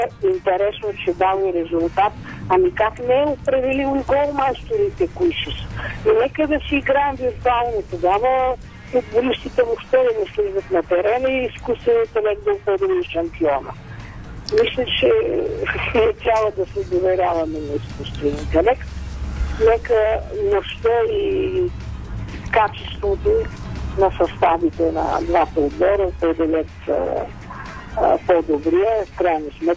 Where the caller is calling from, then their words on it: Sofia, Sofia City, Bulgaria; Аз от София съм.